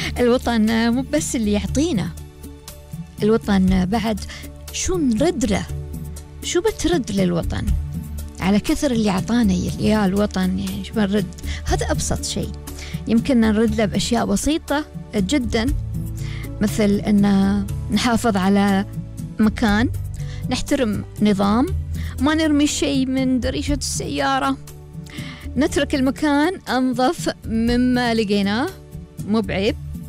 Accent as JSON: {"language": "Arabic", "country": "United Arab Emirates", "said": "في الإمارات، سواء في يعني نحن الإماراتيين أو المقيمين"}